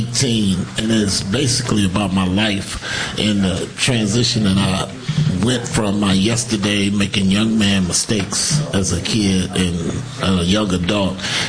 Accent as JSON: {"language": "English", "town": "Detroit", "region": "Michigan", "country": "United States", "lives_now": "Canton, United States", "said": "I'm from Detroit."}